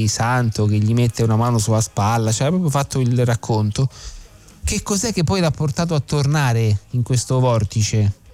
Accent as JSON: {"language": "Italian", "town": "Rome", "region": "Lazio", "country": "Italy", "said": "Siamo di Roma"}